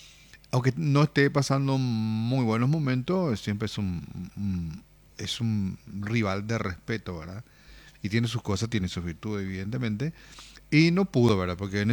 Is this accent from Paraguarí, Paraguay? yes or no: no; Luque, Central, Paraguay; Yo soy de Luque